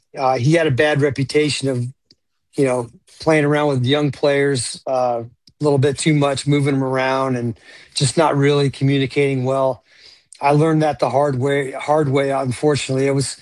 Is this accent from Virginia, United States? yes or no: no; Clearwater, Florida, United States; I grew up in Clearwater, so I got to see them play a lot.